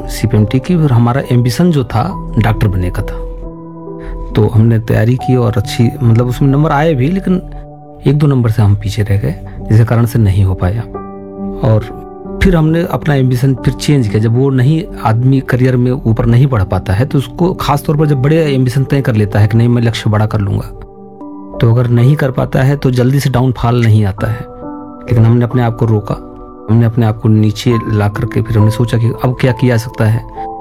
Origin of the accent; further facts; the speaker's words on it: Gonda, Uttar Pradesh, India; पैदाइश हमारी गोंडा में ही है, और यहाँ से 6 किलोमीटर दूर हमारा गांव है पंडरी के पार।